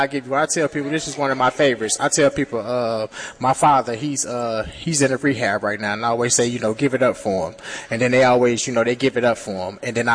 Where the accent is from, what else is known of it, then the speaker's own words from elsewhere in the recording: Chicago, Illinois, United States; I'm originally from Chicago.